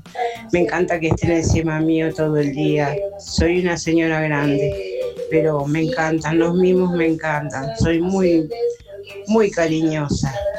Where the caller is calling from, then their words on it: Moreno, Buenos Aires Province, Argentina; de Moreno.